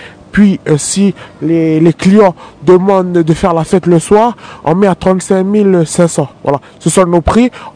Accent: Lifou, Loyalty Islands Province, New Caledonia; je suis originaire de Dokine

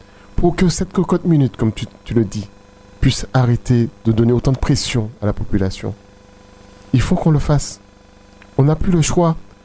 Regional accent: Martinique; je suis en Martinique. Mm-hmm. Je suis martiniquais.

